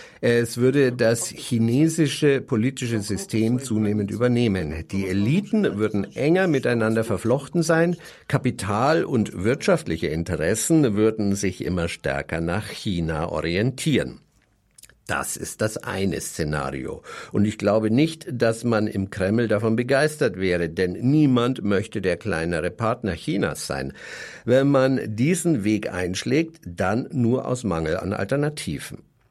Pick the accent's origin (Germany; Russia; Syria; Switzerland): Russia; moved away; Ich selbst bin aus Russland emigriert, weil ich nicht in einer Welt leben wollte, die sich Wladimir Putin ausgedacht hat.